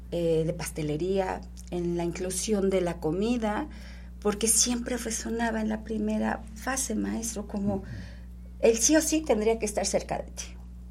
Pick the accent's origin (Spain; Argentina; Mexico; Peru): Mexico